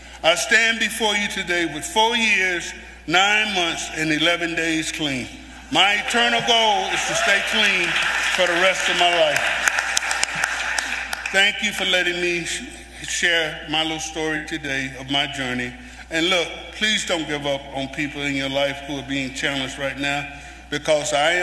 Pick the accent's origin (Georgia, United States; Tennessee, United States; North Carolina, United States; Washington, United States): Georgia, United States; Atlanta; moved away as an adult; I got a chance to play in the NFL in my hometown of Atlanta with the Atlanta Falcons.